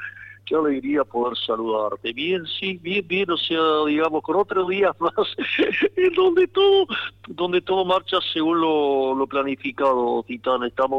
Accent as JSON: {"language": "Spanish", "region": "Córdoba", "country": "Argentina", "said": "soy cordobés, sí, digamos, por el Día del Cuarteto"}